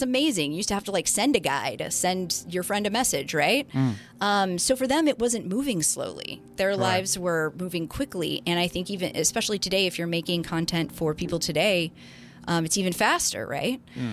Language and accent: English; Illinois, United States; I grew up outside of Chicago.